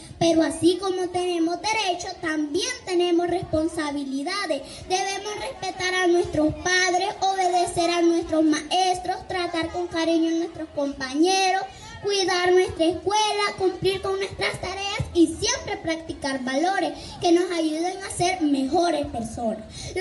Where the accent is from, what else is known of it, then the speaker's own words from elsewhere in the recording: Balfate, Colón, Honduras; born there; Como representante de la niñez de mi bello municipio Galfate, me siento muy orgullosa de la tierra donde nací.